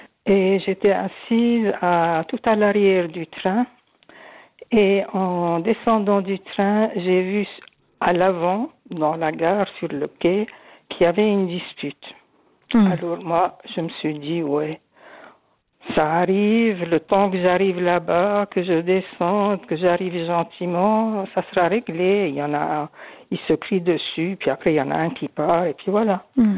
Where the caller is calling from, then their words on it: Switzerland; je vous appelle de la Broye.